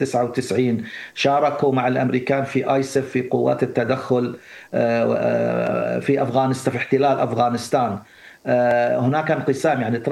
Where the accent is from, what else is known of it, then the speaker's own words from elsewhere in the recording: Kuwait; عندنا في الكويت صار أمس واليوم وأكثر من مرة،